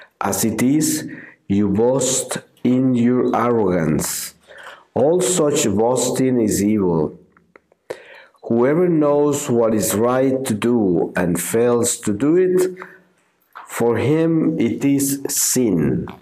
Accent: Colombia; English is a second language; now in Germany; when I came to live in Germany in 1970, and I was coming from Colombia, a whole different culture, very different.

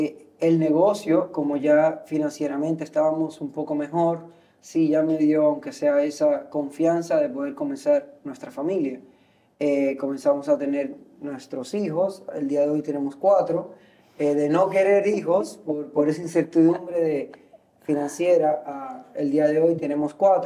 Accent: Cuba; born there; moved away; Pero luego que ya vine a este país, nací en Cuba, vine a este país, como que todo eso se fue perdiendo, ¿no?

